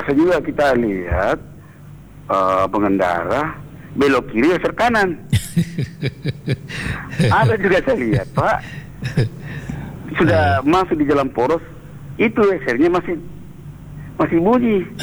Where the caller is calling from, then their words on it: Pinrang, South Sulawesi, Indonesia; saya walaupun saya orang Pindah tapi sering turun ke Polman